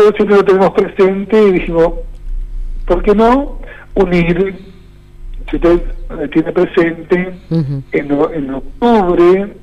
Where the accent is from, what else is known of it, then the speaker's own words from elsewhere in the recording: Argentina; La Virgen de Luján, que es la patrona de nuestro pueblo argentino, y San Cayetano, que es uno de los santos más populares de nuestro pueblo argentino también.